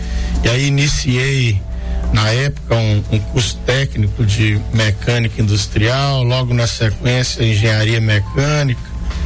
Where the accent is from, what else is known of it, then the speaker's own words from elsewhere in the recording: Timóteo, Minas Gerais, Brazil; moved away as an adult; also born or lived in Louisiana; Eu sou daqui, natural aqui de Timóteo, no Vale do Aço